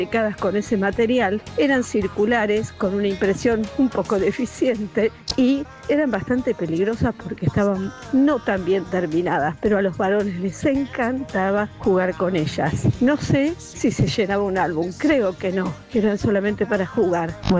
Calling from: Floresta, Buenos Aires, Argentina; de Floresta y quería contarles que cuando yo era más pequeña, tengo 64

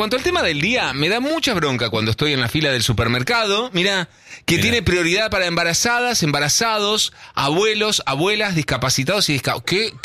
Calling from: Boulogne, Buenos Aires Province, Argentina; Sí. Yo no siento que los argentinos seamos agrandados.

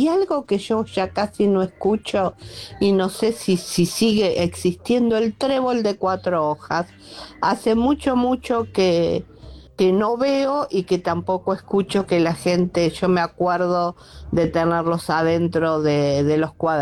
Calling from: Tigre, Buenos Aires Province, Argentina; de Tigre y ya tengo 70

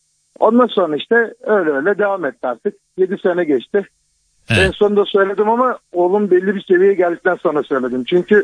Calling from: Balıkesir, Turkey; Balıkesir'den.

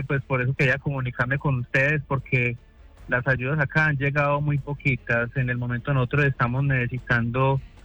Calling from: Apía, Risaralda, Colombia; Yo estoy en Apía Risaralda.

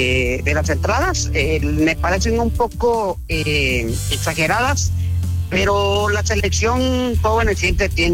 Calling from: Villa Nueva, Guatemala Department, Guatemala; Les llamo de Bárcenas, Villanueva.

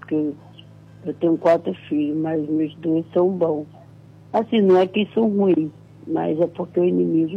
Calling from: Itaboraí, Rio de Janeiro, Brazil; Eu falo de Itambi, Itamboraí.

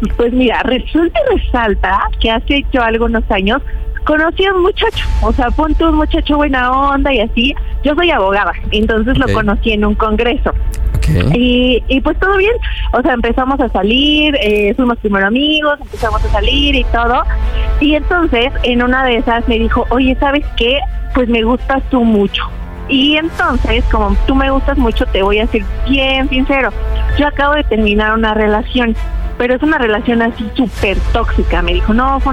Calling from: Iguala, Guerrero, Mexico; Claro, soy de aquí, del estado, hermoso estado de Guerrero, de Iguala.

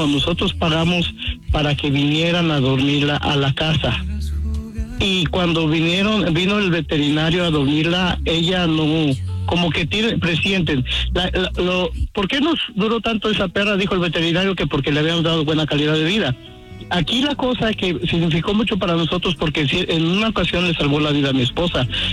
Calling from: Stockton, California, United States; De Stockton.

